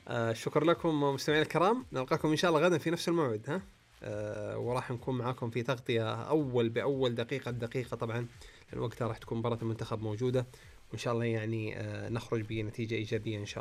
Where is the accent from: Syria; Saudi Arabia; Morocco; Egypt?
Saudi Arabia; كلنا يمكن كسعوديين